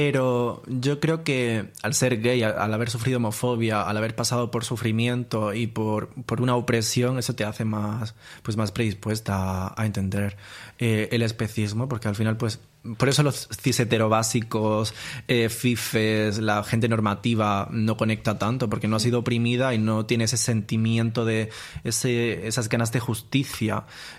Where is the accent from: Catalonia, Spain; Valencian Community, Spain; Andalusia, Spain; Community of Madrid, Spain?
Andalusia, Spain; accent: Andalusian; a mí se me va el acento andaluz, hablo como más neutro, no sé qué. Las redes sociales me hicieron así, estoy como luchando con eso.